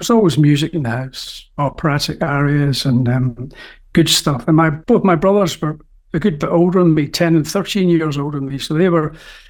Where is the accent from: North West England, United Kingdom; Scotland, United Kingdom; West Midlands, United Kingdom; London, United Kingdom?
Scotland, United Kingdom; Glasgow; I would say that because that's my hometown.